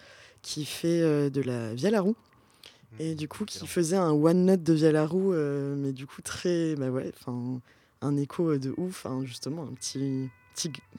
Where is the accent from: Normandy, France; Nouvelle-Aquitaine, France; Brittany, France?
Nouvelle-Aquitaine, France; Pau